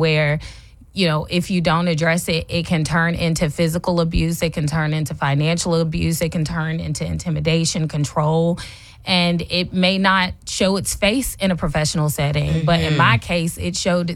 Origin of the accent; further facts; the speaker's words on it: South Carolina, United States; also born or lived in Charlotte, North Carolina; I was raised here in the Carolinas, from Charlotte, mm-hmm. raised in South Carolina, York County